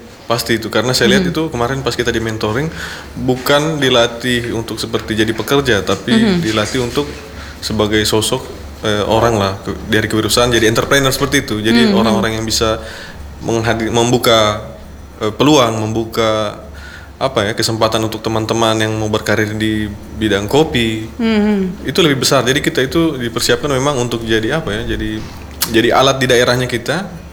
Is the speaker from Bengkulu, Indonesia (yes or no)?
no; Palu, Central Sulawesi, Indonesia; kita sebagai orang Palu